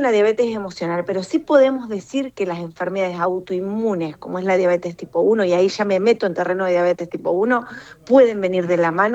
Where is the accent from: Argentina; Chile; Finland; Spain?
Argentina; Rosario, Santa Fe; now in Rafaela, Argentina; yo soy rosarina, pero vivo en Rafaela.